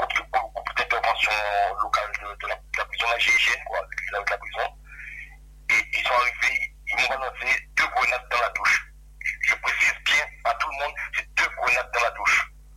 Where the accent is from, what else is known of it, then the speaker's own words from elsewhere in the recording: Guadeloupe, France; moi je suis guadeloupéen et j'ai le mental.